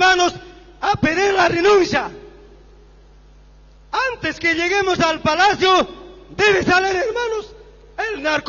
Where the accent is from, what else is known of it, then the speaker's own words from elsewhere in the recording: Bolivia; now in Oruro, Bolivia; yo te estoy hablando de aquí, como boliviano